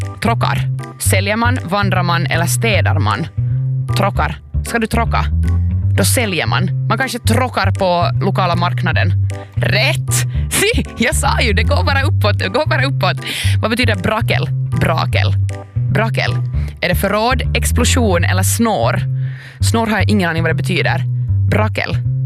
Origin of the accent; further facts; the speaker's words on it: Ostrobothnia, Finland; jag är ju inte från Västnyland, jag är ju från Österbotten.